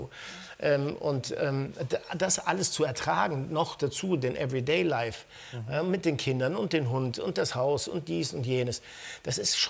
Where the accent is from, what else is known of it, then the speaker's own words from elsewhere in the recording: Lugano, Ticino, Switzerland; moved away; wir sind ja aus Lugano, aus dem Ticino